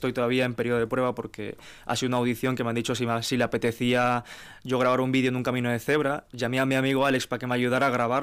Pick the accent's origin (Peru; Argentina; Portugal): Peru; Y al fin y al cabo, pues a mí, mi profesor, como en Perú es muy estricto, ¿sabes? Muy estricto todo